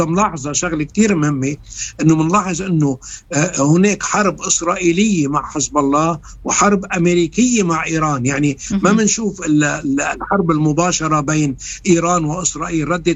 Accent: Lebanon; ما يعنيني أنا كلبناني

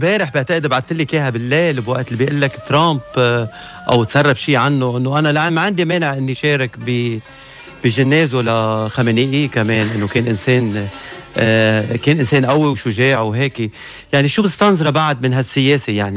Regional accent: Lebanon; نحن كلبنانية منحب بعضنا

